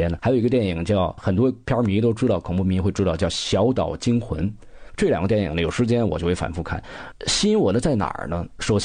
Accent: China

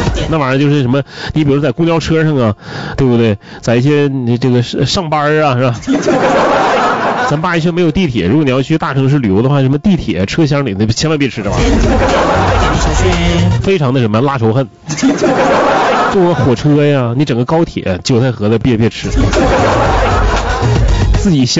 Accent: Northeast China, China; 但是作为咱们作为北方人，尤其是东北人来说，

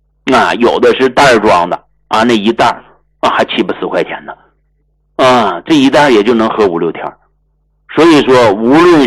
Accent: China; 你说我们中国人啊，我们喝那个牛奶啊

